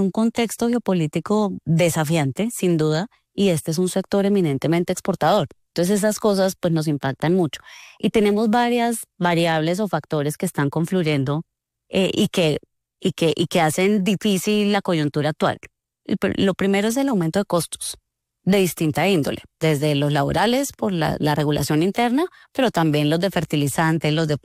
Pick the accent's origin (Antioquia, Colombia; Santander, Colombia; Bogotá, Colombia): Santander, Colombia; Bucaramanga; moved away